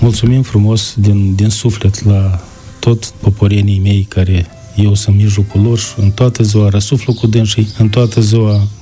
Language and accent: Romanian; Holercani, Dubăsari District, Moldova; sunt născut în satul acesta și cu multă dragoste, cu inima chiar plină, am vrut ca să slujesc în satul meu natal, unde am și copii, unde am casă, unde am masă